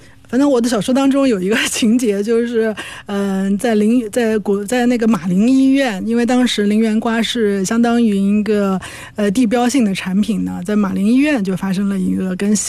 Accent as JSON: {"language": "Chinese", "town": "Nanjing", "region": "Jiangsu", "country": "China", "tie": "born or raised there", "accent": "Nanjing dialect", "said": "因为我是一个土生土长的南京人，我生活的这个主干呢，就是我小时候就是生活在太平南路，就是我刚才到电台来的路上还经过了我的小学母校。"}